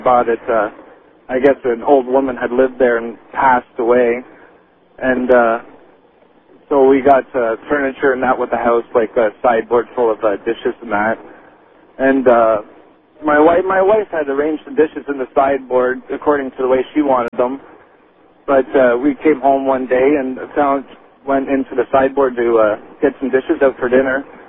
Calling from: Kingston, Ontario, Canada; I'm calling you from Kingston, Ontario, Canada.

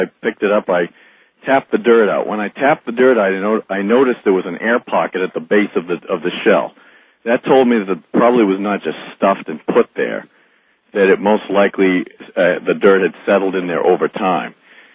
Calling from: Glendale, Arizona, United States; I'm calling from Glendale, Arizona.

